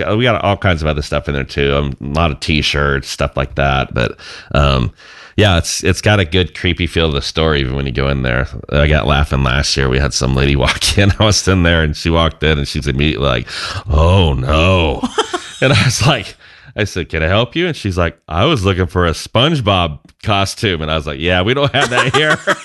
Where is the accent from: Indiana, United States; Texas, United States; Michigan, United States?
Indiana, United States; Indianapolis; moved away as an adult; now in Muncie, United States; I'm originally from Indianapolis, but went to Ball State.